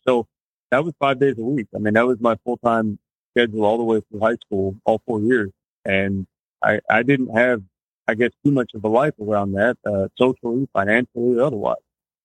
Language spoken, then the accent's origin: English; Pasco County, Florida, United States; So I was born in 1987 in Pasco County, Florida. Matter of fact, between Newport Richie, Holiday, is pretty much where I grew up.